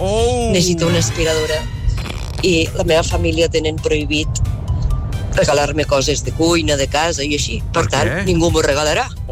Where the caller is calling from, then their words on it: Lleida, Catalonia, Spain; de Lleida.